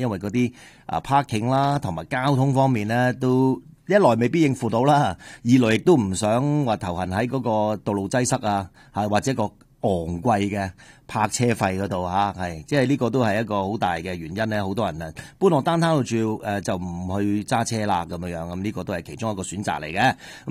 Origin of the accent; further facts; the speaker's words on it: Canada; 我哋加拿大人